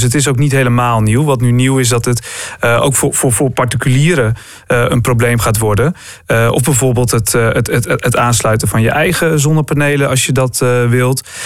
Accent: Utrecht, Netherlands; Maar net wat ik zeg, dit gaan we als Utrechters allemaal merken.

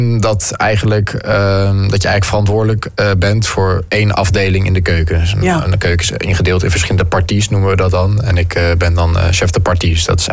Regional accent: Netherlands; ik kom wel uit Nederland. Ik versta het wel, maar ook wel tot een bepaald niveau

